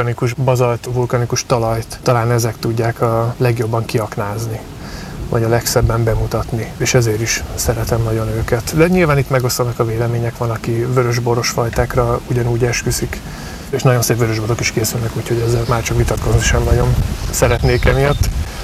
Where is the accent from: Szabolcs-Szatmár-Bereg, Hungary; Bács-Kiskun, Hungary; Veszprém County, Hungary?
Veszprém County, Hungary; Tapolca; Én a Badacsonyi borvidékhez kötődöm. Tapolcán születtem, itt nőttem fel a hegyek között